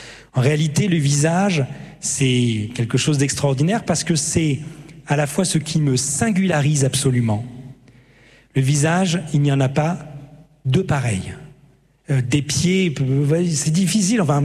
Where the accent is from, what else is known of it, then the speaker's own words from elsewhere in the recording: Strasbourg, Grand Est, France; je viens de Strasbourg